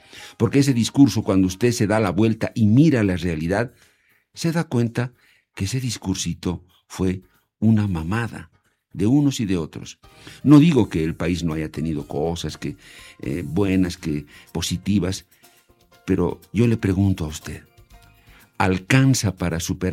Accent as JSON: {"language": "Spanish", "country": "Bolivia"}